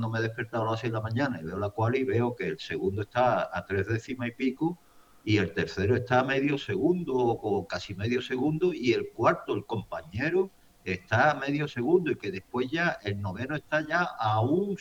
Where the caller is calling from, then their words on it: Spain; como español que soy